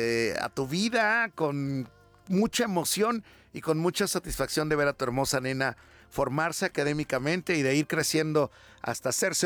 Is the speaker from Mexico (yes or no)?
yes; Mexico